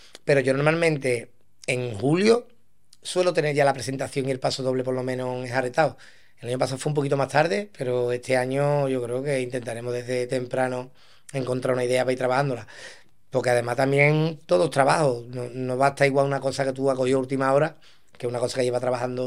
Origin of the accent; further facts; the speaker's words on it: Andalusia, Spain; soy de San José